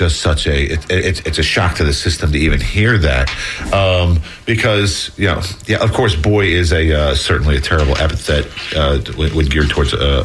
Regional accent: New Jersey, United States; I grew up in New Jersey, so I root for the New Jersey Devils and the New Jersey Nets and the New York Mets.

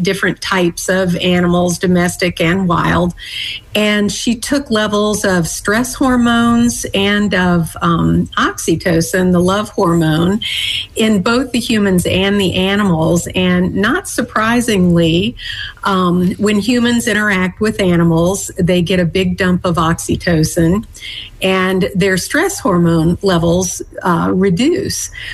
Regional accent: Bowling Green, Kentucky, United States; I had friends in the neighborhood with horses, and I grew up in Bowling Green, Kentucky, and, it was relatively inexpensive to have horses there.

